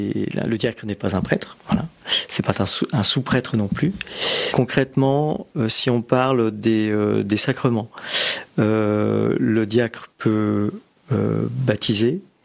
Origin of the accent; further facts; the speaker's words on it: Melle, Nouvelle-Aquitaine, France; je suis originaire de Deux-Sèvres. Ouais, je suis né à Mel et mes parents sont originaires des Deux-Sèvres, mais cependant, ma maman est née à Mont, en Touraine